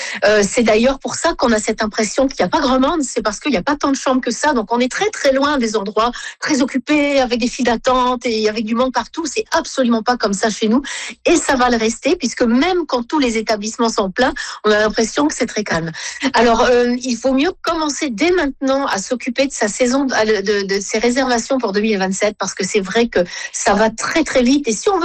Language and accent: French; St. Pierre & Miquelon; accent: Saint-Pierre-et-Miquelon accent; Mais malgré tout, on est la France. Vous entendez mon accent, qui est assez différent du vôtre. Et c'est celui qui est parlé ici dans l'archipel.